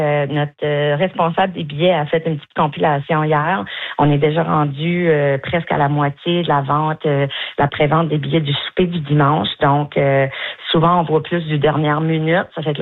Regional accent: Maisonnette, New Brunswick, Canada; born there

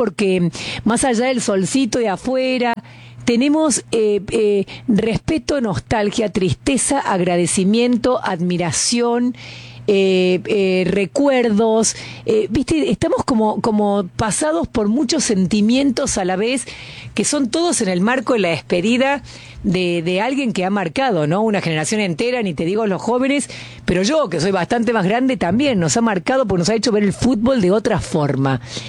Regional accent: Argentina; como hinchas, como argentinos

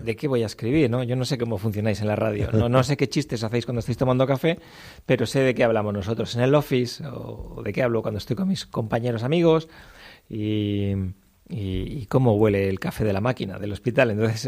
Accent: La Rioja, Spain; also born or lived in Zaragoza; now in San Sebastián, Spain; Yo vengo de un pueblecito de La Rioja

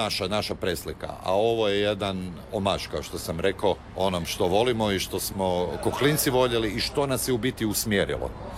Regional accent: Zagreb, Zagreb County, Croatia; rođen sam tamo na Staroj Peščanici

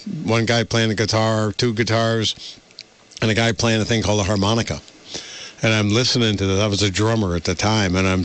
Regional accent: South Dorset, Vermont, United States; I grew up in South Dorset, Vermont, born in 1951.

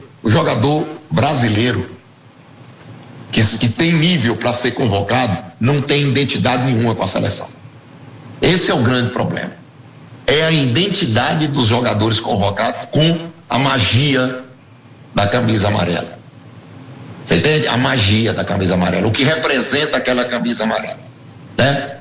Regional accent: Brazil; eu como brasileiro

